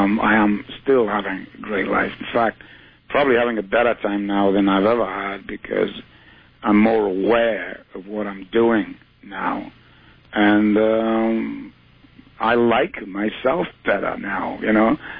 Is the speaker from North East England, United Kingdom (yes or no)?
yes; Newcastle, North East England, United Kingdom; It was a conglomeration of several bands that were in playing in my hometown, Newcastle.